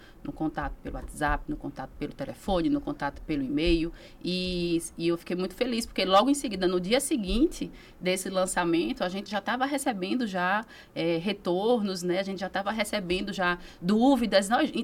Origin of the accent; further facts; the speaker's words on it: Sergipe, Brazil; moved away; Eu sou de Sergipe, falo isso sempre com muito orgulho. Eu vim de uma outra realidade.